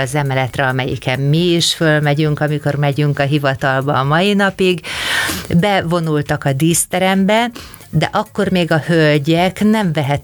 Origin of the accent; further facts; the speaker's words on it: Kaposvár, Somogy, Hungary; Ezt én szeretném elmondani kaposváriként